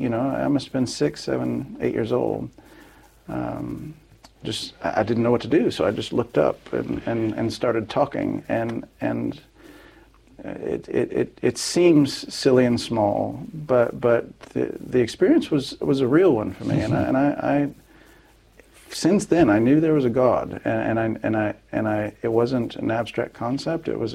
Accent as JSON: {"language": "English", "town": "Olathe", "region": "Kansas", "country": "United States", "tie": "born or raised there", "also_born_or_lived": "Hays, Kansas", "said": "Well, I was born in Hayes, Kansas, in western Kansas, and lived my first 8 years or so of my life in Kansas. We moved to a suburb of Kansas City on the Kansas side, Olathe, Kansas, and that's where I first remember things"}